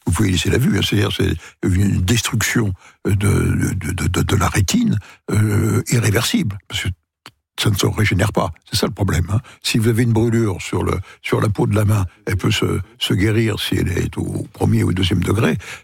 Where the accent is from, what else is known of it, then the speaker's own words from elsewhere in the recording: Paris, Île-de-France, France; moi je parle pour Paris, en tant que Parisien